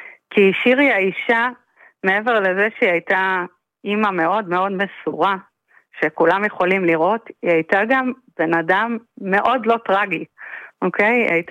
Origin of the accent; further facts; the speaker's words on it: Nir Oz, Southern District, Israel; moved away as an adult; now in Kiryat Gat, Israel; אני בת קיבוץ ובת לאבא שלי היה ממייסדי הקיבוץ